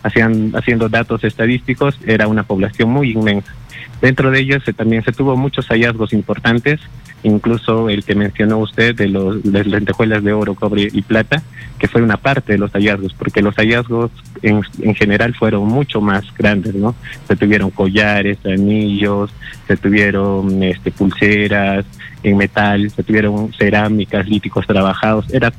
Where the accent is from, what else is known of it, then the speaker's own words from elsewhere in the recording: Peru; muchos arqueólogos peruanos venimos haciendo durante muchos años